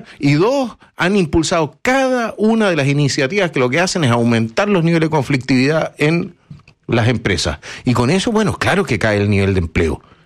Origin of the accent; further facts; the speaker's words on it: Chile; somos todos chilenos, los empresarios y los trabajadores somos chilenos.